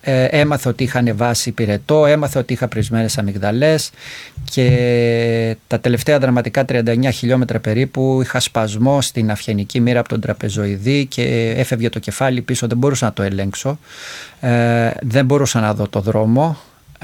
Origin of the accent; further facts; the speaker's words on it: Mantamados, North Aegean, Greece; του ταξιάρχη που έχουμε στο χωριό μου, στο Μανταμάδο